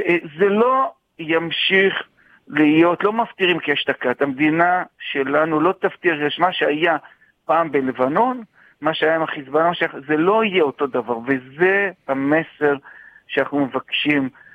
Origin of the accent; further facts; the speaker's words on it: Jerusalem, Jerusalem District, Israel; גדלתי בגבעת מרדכי בירושלים.